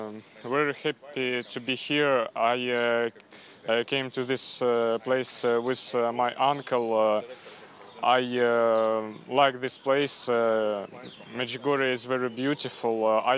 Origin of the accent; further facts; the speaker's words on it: Ukraine; English is a second language; I'm from Ukraine.